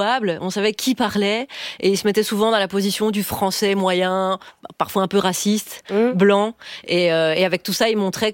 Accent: Belgium; Même moi, je suis gênée de le faire. Je suis belge.

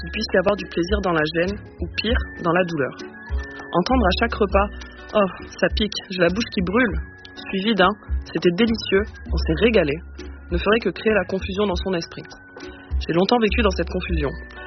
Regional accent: Perpignan, Occitanie, France; je suis originaire de Perpignan

